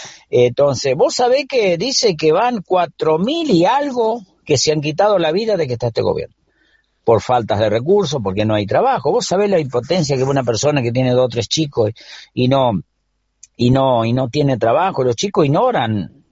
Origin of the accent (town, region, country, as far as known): Argentina